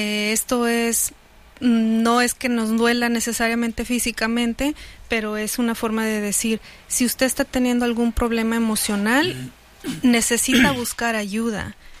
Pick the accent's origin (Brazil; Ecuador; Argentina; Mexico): Mexico